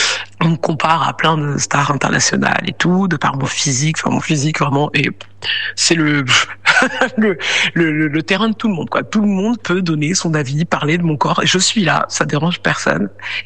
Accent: Paris, Île-de-France, France; moi je suis originaire du Congo, j'ai vécu toute ma vie à Paris, j'ai très peu été en lien avec mon pays d'origine, j'ai dû y aller quand j'étais petite évidemment

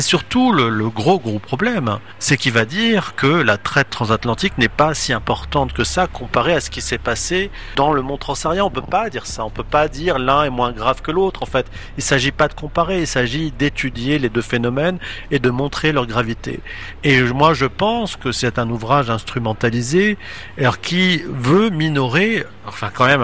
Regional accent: France; Moi-même, en tant que Tunisien qui est né en France, qui a vécu en France, je sais ce que c'est que le racisme.

